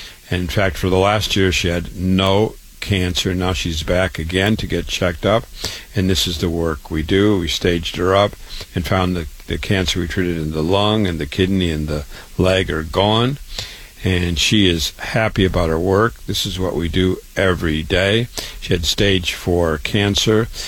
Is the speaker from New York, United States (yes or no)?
no; Waterloo, Iowa, United States; I was born and raised in Waterloo, Iowa. I went to public school, university, MD at 25.